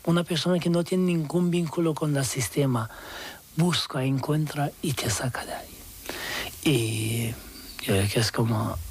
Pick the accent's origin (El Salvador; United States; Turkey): Turkey; Spanish is a second language; now in Spain; da igual que seas también turco, porque digo, soy turco y podía pasar más fácil que el otros muchos